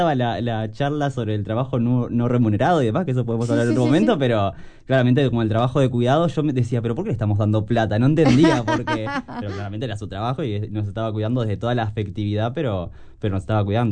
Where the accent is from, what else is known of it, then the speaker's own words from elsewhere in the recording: Los Cerrillos, Canelones, Uruguay; yo soy de Los Cerrillos en Canelones